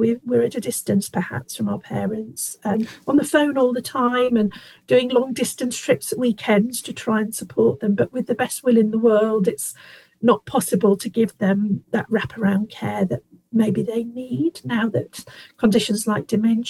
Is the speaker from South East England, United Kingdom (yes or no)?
no; Yorkshire and the Humber, United Kingdom; now in Kent, United Kingdom; originally from North Yorkshire, but I'm living in Kent at the moment, and have been for a long, long time.